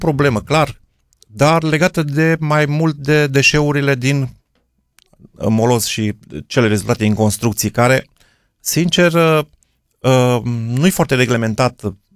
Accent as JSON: {"language": "Romanian", "town": "Rus", "region": "Sălaj County", "country": "Romania", "said": "Zona noastră de Valea Someșului e destul de bine dezvoltată."}